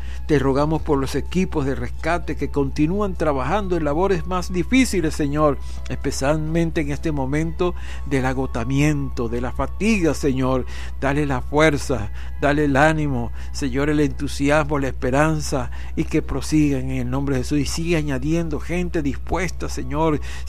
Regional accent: Venezuela; nos involucra a todos como venezolanos, como hermanos de esta patria

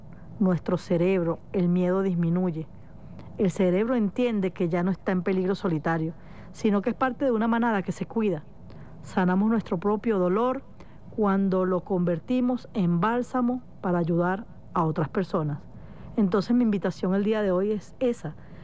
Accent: Venezuela; Como venezolanos, como hermanos, como amigos.

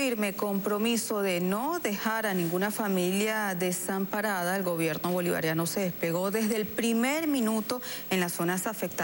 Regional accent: Venezuela

